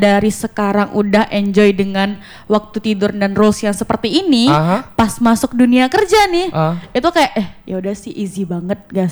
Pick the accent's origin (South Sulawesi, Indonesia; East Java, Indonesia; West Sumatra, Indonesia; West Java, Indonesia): West Sumatra, Indonesia; born there; moved away; aku aslinya itu dari Padang Priaman, tapi aku udah lama di sini gitu.